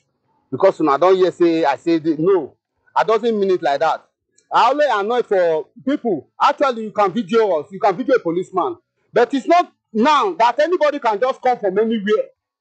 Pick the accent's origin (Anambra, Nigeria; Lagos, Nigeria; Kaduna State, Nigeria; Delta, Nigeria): Kaduna State, Nigeria; Kaduna; I'm a full Nigerian, I'm a full born of Nigeria. My father is a soldier. I grew up in the barrack, Kaduna barrack, I was born in Kaduna.